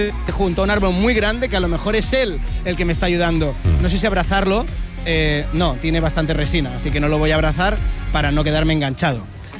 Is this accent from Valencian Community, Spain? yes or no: no; Serón, Andalusia, Spain; En mi pueblo, y allí en Serón, en Almería, se hace la fiesta del jamón, la feria del jamón cada año